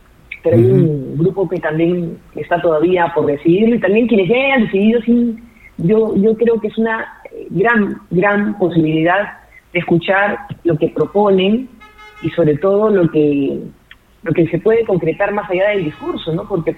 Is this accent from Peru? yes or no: yes; Peru